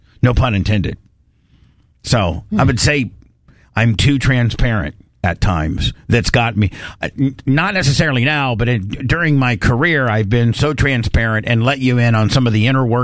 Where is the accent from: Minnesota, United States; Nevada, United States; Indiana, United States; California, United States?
Indiana, United States; Warsaw; born or raised there